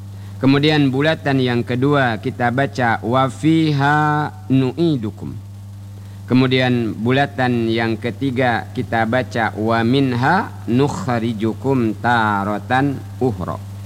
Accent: Bangka Belitung Islands, Indonesia; kata kita orang Bangka

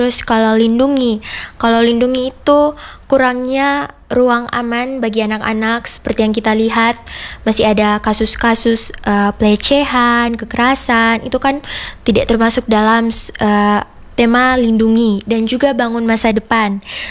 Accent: East Nusa Tenggara, Indonesia; Sebagai anak Indonesia dan juga anak Provinsi Nusa Tenggara Timur, saya bersyukur dan senang hidup sebagai anak Indonesia dan juga anak NTT.

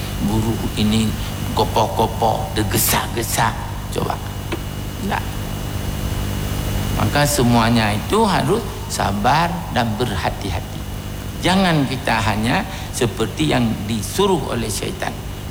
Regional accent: Indonesia; born there; Ada orang di kampung saya di Pasir dulu

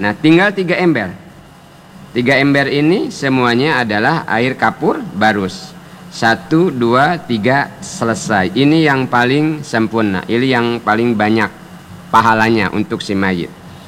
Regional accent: Bangka Belitung Islands, Indonesia; Kalau kata kita orang Bangka, bedarup.

